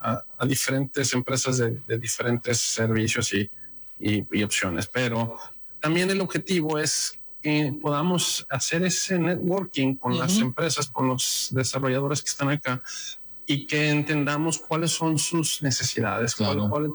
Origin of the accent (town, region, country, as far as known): Mexico